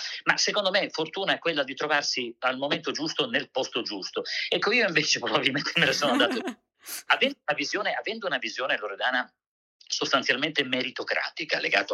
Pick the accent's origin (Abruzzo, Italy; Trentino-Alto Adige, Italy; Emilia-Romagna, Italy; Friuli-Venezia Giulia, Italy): Friuli-Venezia Giulia, Italy; Monfalcone; Monfalcone è la mia città natale, sono nato lì